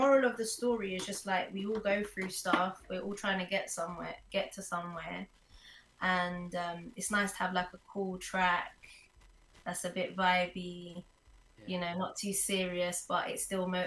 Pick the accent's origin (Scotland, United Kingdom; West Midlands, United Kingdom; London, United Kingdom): London, United Kingdom; born there; I'm originally from West London